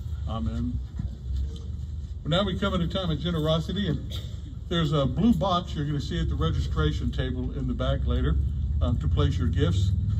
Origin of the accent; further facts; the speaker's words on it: Gulf Coast, United States; moved away; And in my hometown, it was only 20-something miles away from the Gulf.